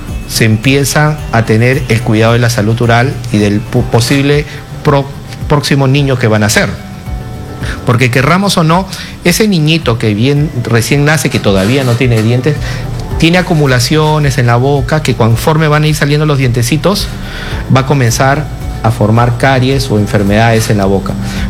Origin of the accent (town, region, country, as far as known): Peru